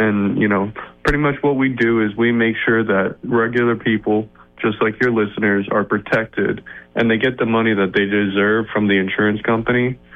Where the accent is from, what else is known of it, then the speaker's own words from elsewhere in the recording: Stuart, Florida, United States; I grew up here in Stuart, Florida. I went to school here. My wife went to school here.